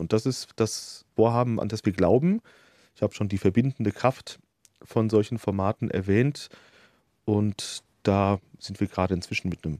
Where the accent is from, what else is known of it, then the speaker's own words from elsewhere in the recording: Limburg an der Lahn, Hesse, Germany; Und der Sitz der Gesellschaft Liedstadt GUG ist in Limburg an der Lahn, meiner Heimatstadt.